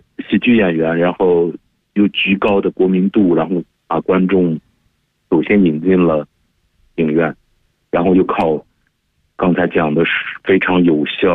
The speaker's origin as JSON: {"language": "Chinese", "country": "China", "said": "而且我们中国人理解的战争或者说想反对的战争"}